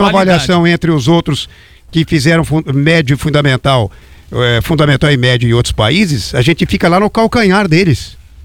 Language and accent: Portuguese; Brazil